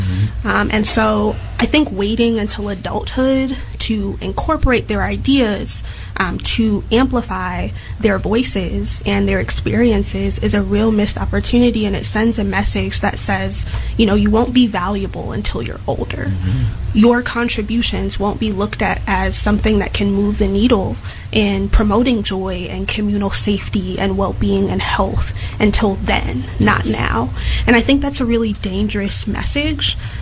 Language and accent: English; Chicago, Illinois, United States; being a Chicago youth at one point, right? I grew up in Chicago, born and raised.